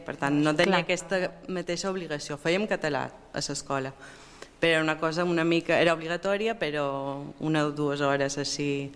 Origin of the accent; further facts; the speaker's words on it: Mallorca, Balearic Islands, Spain; Catalan is a second language; also born or lived in Tahiti / Calvià; ma mare és anglesa i mon pare francès i vàrem arribar, jo tenia 3 anys aquí a Mallorca. I bé, vaig néixer a Tahití, el meu germà va néixer a Còrcega i després varen venir aquí a Silla.